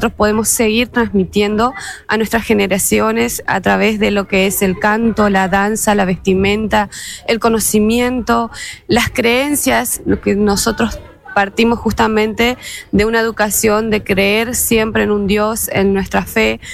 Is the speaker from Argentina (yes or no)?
yes; Corrientes, Argentina; now in Chaco, Argentina; soy correntina, así que trabajamos en Chaco.